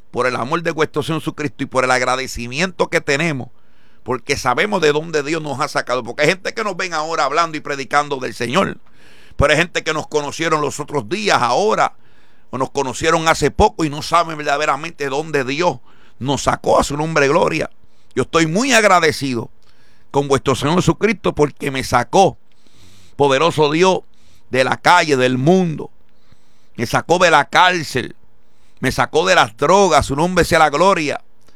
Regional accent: Puerto Rico; mi país, Puerto Rico.

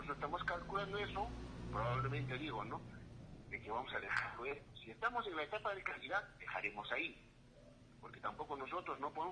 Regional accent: Peru; yo soy del lugar. Yo soy del distrito de Cutulape, del centro poblado Chimbo.

